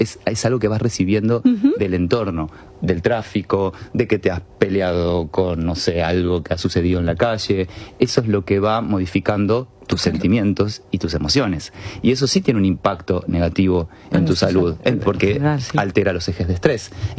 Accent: Argentina

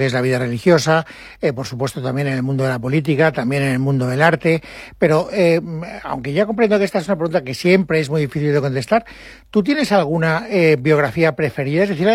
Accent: Valencian Community, Spain

